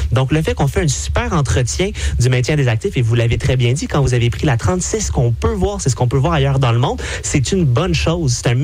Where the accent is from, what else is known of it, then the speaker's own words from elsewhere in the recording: Quebec, Canada; en tant que Québécois